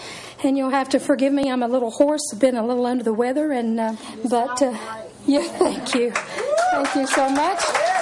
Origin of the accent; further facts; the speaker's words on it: Bristol, Virginia, United States; And I'm originally from Bristol, grew up in the right there on the edge of the Tennessee line on the Virginia side.